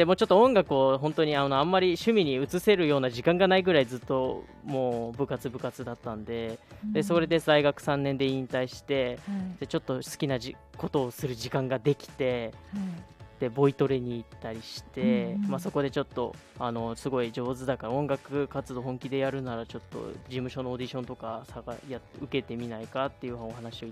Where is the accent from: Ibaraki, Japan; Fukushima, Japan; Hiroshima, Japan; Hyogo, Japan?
Ibaraki, Japan; Yūki; moved away; 僕もともと茨城県で、田舎、かなり田舎なんですよね、結城市って。でそこからちょっと東京の方の大学に、行って